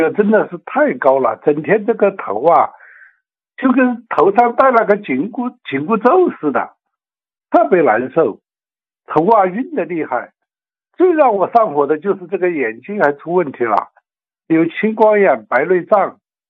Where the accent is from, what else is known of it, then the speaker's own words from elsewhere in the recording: Jiangbei District, Chongqing, China; 哎，我是重庆的，重庆江北区的。